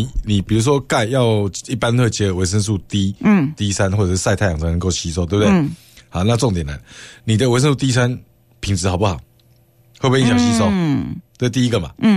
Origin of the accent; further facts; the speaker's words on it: Taiwan; 那台湾哦，统计下来哦，我们台湾人啊